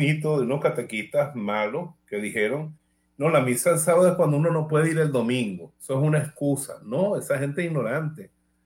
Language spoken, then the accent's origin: Spanish; Bejuma, Carabobo, Venezuela; En Bejuma, que es mi pueblo, hay 4 chances dominicales de ir a misa.